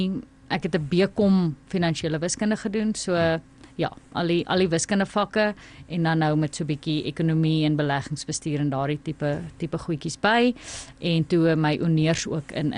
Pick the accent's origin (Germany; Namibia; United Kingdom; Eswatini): Namibia; moved away as an adult; also born or lived in Cape Town, South Africa